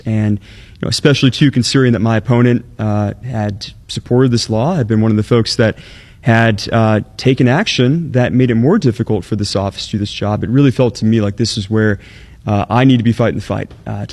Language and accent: English; Muscatine, Iowa, United States; I am a seventh-generation Iowan. I'm from Muscatine, and I grew up in a community that was really focused on looking after each other.